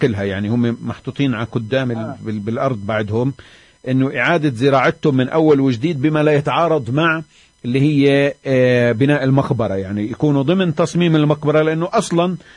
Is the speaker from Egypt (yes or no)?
no; Hebron, Hebron Governorate, Palestine; موجودة عندنا بالخليل في منطقة تل رميدة